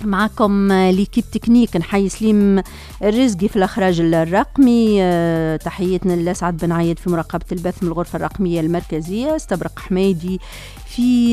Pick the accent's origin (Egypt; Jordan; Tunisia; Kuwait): Tunisia; وكل ما يهم البلاد ويخص بلادنا تونس العزيزة.